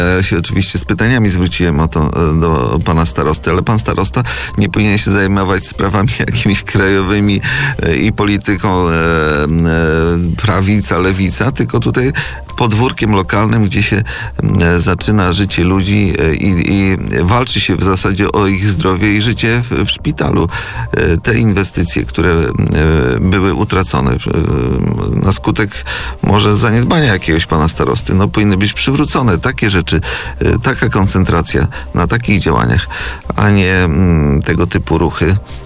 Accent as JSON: {"language": "Polish", "town": "Przasnysz", "region": "Masovian Voivodeship", "country": "Poland", "also_born_or_lived": "Mława", "said": "jestem z Przesnysza i tutaj z naszego okręgu, można powiedzieć, ale jestem też właścicielem od roku mieszkania w Mławie, także jestem mławianinem"}